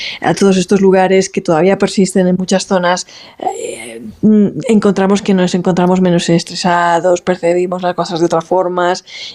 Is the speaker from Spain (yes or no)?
yes; Alicante, Valencian Community, Spain; yo, por ejemplo, que soy del Mediterráneo, de Alicante